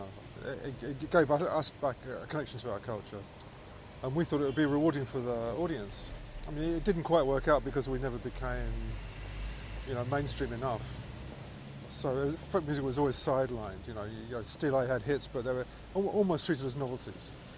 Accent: London, United Kingdom; We all hung out in folk clubs, in our teenage years, part of our diet growing up in London.

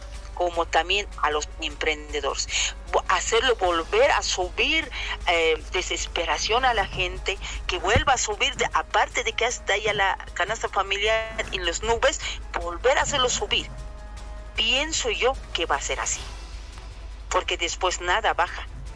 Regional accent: Bolivia; Somos nosotros, los bolivianos, ciudadanos.

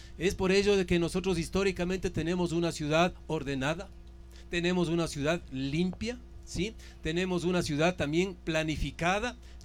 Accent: Ecuador

